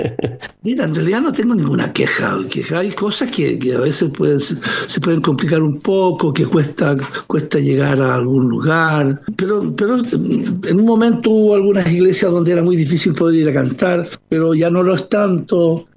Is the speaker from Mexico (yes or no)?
no; Chile; also born or lived in Santa Brígida; now in Canary Islands, Spain; yo soy chileno